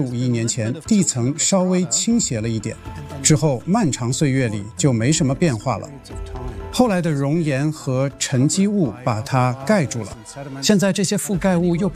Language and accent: Chinese; Canada; 我在加拿大长大，从小就接触户外露营，特别喜欢户外活动。